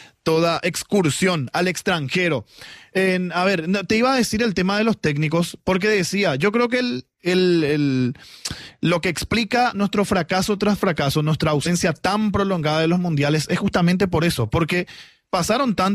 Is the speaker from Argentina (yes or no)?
no; Paraguay; Bueno, no hablo a título personal, pero digo como paraguayo.